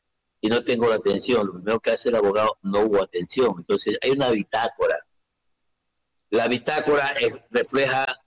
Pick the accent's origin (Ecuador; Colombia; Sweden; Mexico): Ecuador; somos los ecuatorianos.